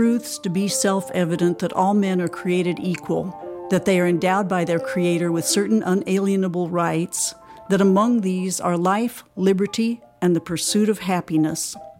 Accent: United States; I am an American.

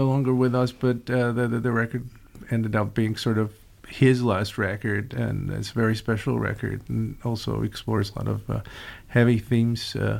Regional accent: Georgia

